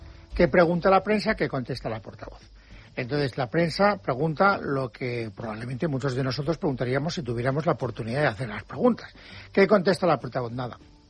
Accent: Valencian Community, Spain; Soy valenciano.

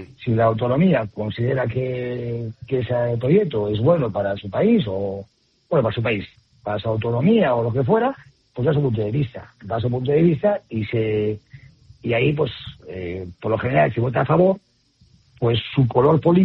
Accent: Spain; Somos los españoles

